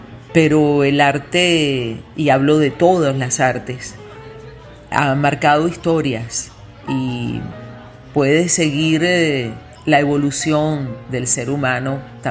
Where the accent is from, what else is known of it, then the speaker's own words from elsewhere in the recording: Venezuela; mi pueblo, de mi gente de Venezuela.